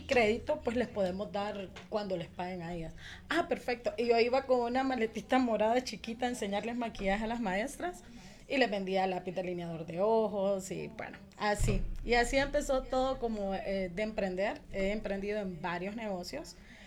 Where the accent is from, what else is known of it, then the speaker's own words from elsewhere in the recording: Tegucigalpa, Francisco Morazán, Honduras; Nací aquí en Tegucigalpa. Tengo actualmente 35 años, acabo de cumplir.